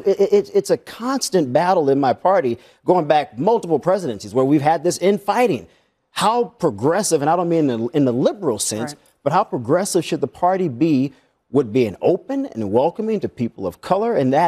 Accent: the South, United States; I grew up in the South.

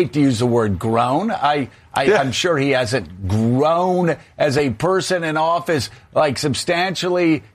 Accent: Georgia, United States; my home state, the state that I was born in.

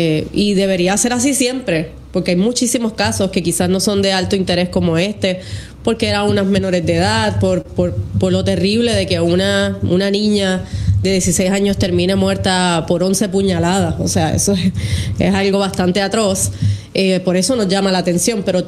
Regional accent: Caguas, Puerto Rico; yo soy de Caguas

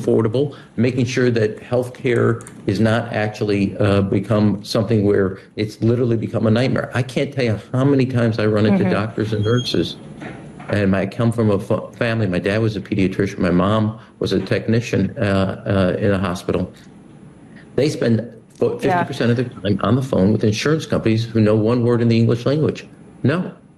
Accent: Chicago, Illinois, United States; And I'm from Chicago. I know everything there you need to know around corruption

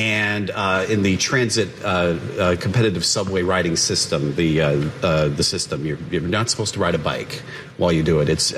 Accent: Pacific Northwest, United States; I grew up in the Pacific Northwest.

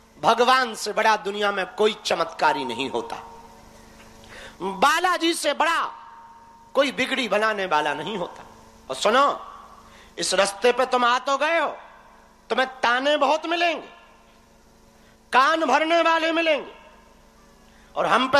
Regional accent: Madhya Pradesh, India; जिस गांव में हमारा जन्म हुआ, जिस गांव में यहां पर बाबागिरी हम कर रहे, इसी गांव में हमने भीख मांगी, इसी गांव में घर घर हमने आटा मांगा

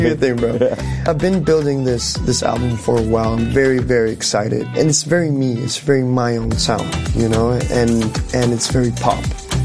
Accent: Venezuela; moved away; my home country is going through what it's going through

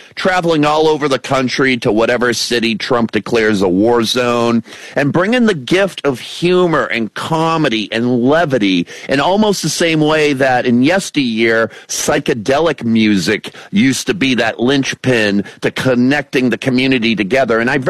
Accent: Massachusetts, United States; I mean, I'm from Massachusetts, home of Abby Hoffman, Worcester and whatnot

